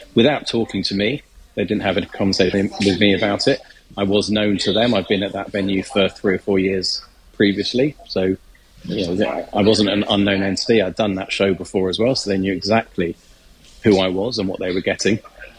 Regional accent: London, United Kingdom; I'm a comedian from Northwest London, Hertfordshire. I am Jewish.

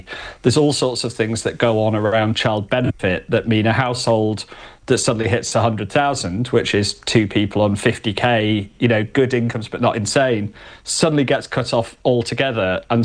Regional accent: Yorkshire and the Humber, United Kingdom; I'm a Yorkshireman

